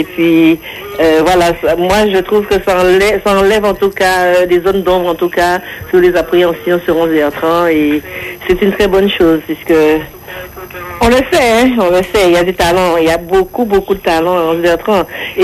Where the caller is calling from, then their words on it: France; je suis en France moi-même.